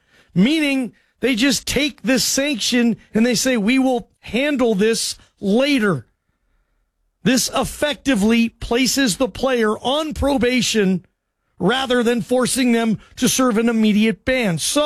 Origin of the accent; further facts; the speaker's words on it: Seattle, Washington, United States; World Cup in Seattle, my hometown.